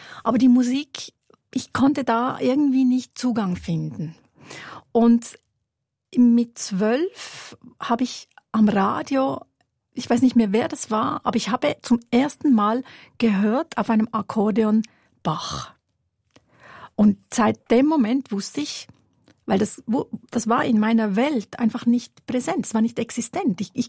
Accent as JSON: {"language": "German", "town": "Wollerau", "region": "Schwyz", "country": "Switzerland", "tie": "born or raised there"}